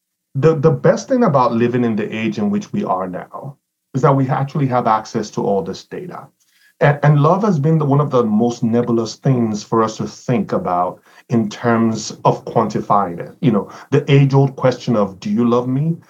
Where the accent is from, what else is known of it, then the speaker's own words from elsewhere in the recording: Nigeria; born there; moved away as an adult; also born or lived in Poland; So originally, I was born in Nigeria, and that's West Africa for those who don't know. And as an 18-year-old, I left home